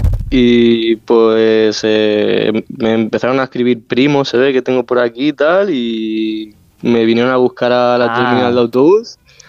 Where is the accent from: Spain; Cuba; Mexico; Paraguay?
Spain; Terrassa, Catalonia; Yo soy de Tarrasa.